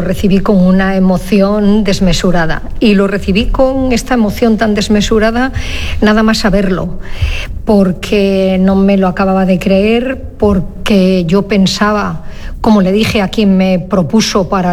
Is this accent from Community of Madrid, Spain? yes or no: no; El Bierzo, Castile and León, Spain; born there; now in Valencia, Spain; he nacido en León, en la provincia de León, en El Bierzo.